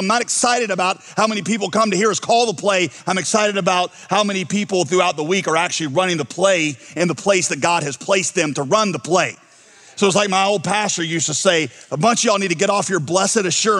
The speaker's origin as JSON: {"language": "English", "country": "United States", "said": "Y'all, listen, I'm an American through and through."}